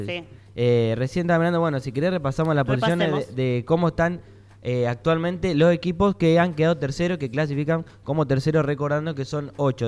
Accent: Argentina; somos argentinos.

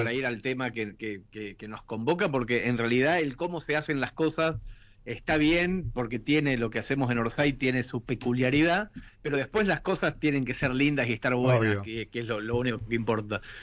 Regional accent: Mercedes, Buenos Aires Province, Argentina; born there; Somos compañeros desde la primaria, en Mercedes

